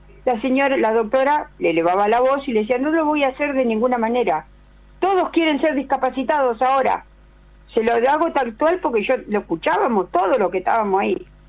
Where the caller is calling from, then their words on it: San Martín, Buenos Aires Province, Argentina; Estoy en este momento en San Martín